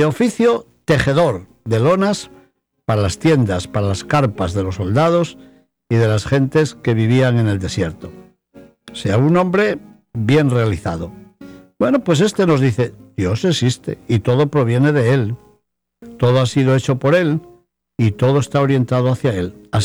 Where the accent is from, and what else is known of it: Spain